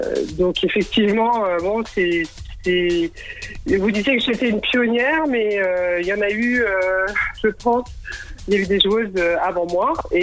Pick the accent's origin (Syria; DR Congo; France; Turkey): France; Clermont-Ferrand, Auvergne-Rhône-Alpes; born there; Moi, je suis née à Clermont-Ferrand